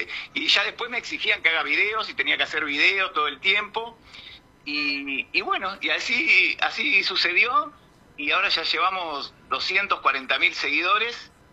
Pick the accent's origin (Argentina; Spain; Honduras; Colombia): Argentina; Banfield, Buenos Aires Province; yo soy de Zona Sur. Soy de Zona Sur de la provincia de Buenos Aires, Banfield, Lomas de Zamora.